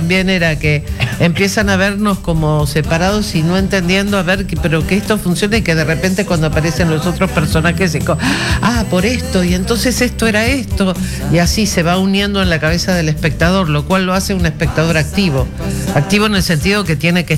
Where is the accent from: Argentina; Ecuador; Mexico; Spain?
Argentina; moved away as an adult; now in Peru; Yo soy argentina, pero claro, hace 26 años que estoy acá